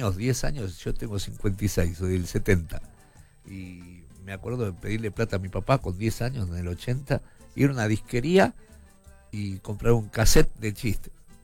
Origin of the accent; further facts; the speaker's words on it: Tigre, Buenos Aires Province, Argentina; now in San Isidro, Argentina; Nací en Tigre, sí.